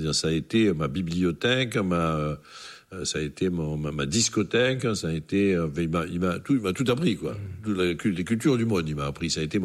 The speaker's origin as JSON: {"language": "French", "town": "Marseille", "region": "Provence-Alpes-Côte d'Azur", "country": "France", "tie": "born there", "said": "C'est-à-dire de l'endroit où je suis né, de l'Estaque, en fait, de ce point de vue-là."}